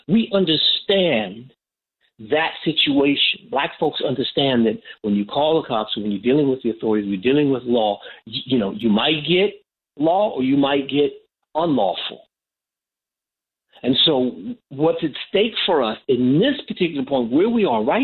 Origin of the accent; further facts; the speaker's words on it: California, United States; I am from California. I'm a black liberal. I am from California.